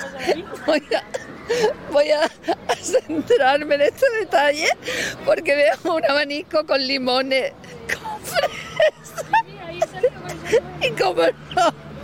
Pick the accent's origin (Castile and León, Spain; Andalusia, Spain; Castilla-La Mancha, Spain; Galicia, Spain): Andalusia, Spain; Seville; tú eres como yo de Sevilla